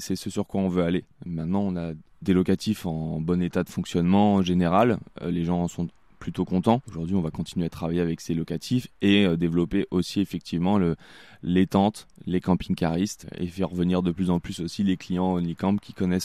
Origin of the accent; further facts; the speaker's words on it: Brittany, France; now in Pilat, France; Moi, je viens de Bretagne